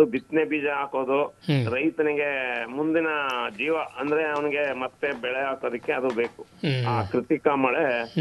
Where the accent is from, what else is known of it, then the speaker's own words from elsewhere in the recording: South India, India; ನಮ್ ತಮಿಳು, ಆಂಧ್ರ, ಕೇರಳ ಕಡೆ ನಾವು ಸೌತ್ ಇಂಡಿಯಾದವರು